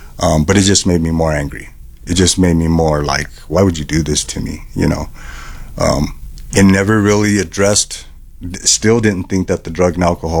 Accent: Denver, Colorado, United States; I was a pretty rowdy kid here in Denver, Colorado. I grew up in North Denver. And North Denver was not what it is now. It's very different now. But back in my day, it was rough.

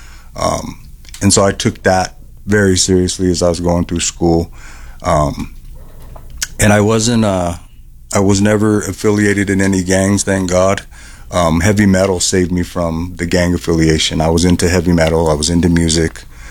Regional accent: Denver, Colorado, United States; I was a pretty rowdy kid here in Denver, Colorado. I grew up in North Denver. And North Denver was not what it is now. It's very different now. But back in my day, it was rough.

